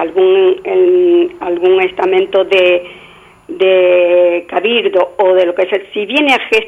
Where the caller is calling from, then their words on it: Las Palmas de Gran Canaria, Canary Islands, Spain; Vivo en Las Palmas.